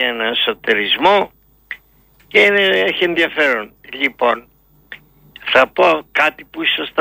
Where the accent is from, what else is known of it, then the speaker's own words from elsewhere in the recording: Peloponnese, Greece; born there; now in Petroupoli, Greece; Ο Μαζαράκης ήταν από την πατρίδα μου. Ναι. Ενώθηκε Λακωνία.